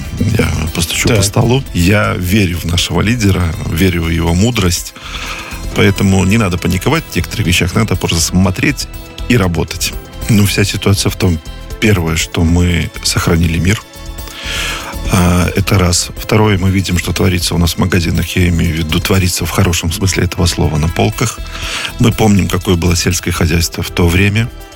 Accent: Vitebsk Region, Belarus; Ну, я сам родом из Витебской области, был детально погружен.

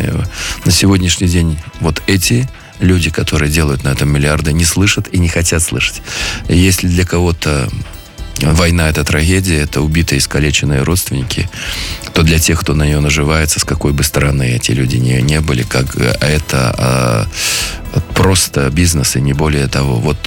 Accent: Belarus

